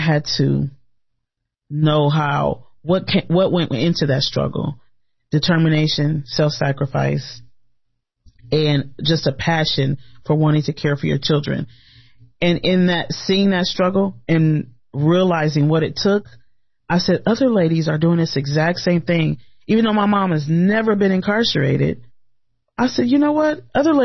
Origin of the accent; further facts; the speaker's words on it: Omaha, Nebraska, United States; I grew up right here in Omaha, right in North Omaha. Born and raised, I'm 49 years old, and so I've been here for 49 years.